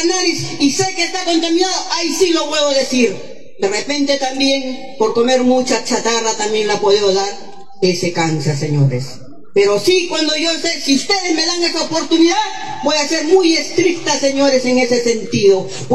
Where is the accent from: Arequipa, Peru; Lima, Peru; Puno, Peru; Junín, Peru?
Arequipa, Peru; El Arenal; born there